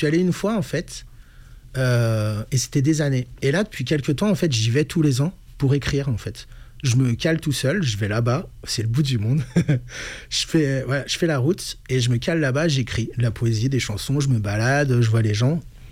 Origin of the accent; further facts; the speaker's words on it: Chartres, Centre-Val de Loire, France; born there; also born or lived in Albertville; alors, je suis né à Chartres, tu vois, c'est la Beauce, c'est plat.